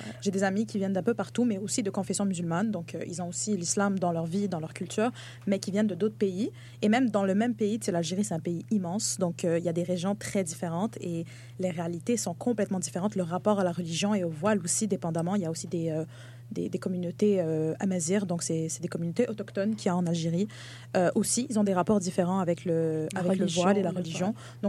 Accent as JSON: {"language": "French", "region": "Quebec", "country": "Canada", "tie": "born there", "said": "on est deux sœurs. On est tous les deux nés ici au Québec"}